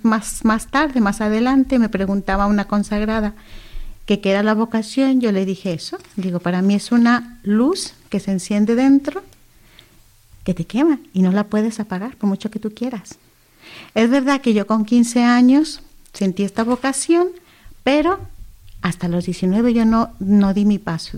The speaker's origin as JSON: {"language": "Spanish", "town": "Monterrey", "region": "Nuevo León", "country": "Mexico", "said": "Sí, yo soy mexicana de Monterrey, Nuevo León."}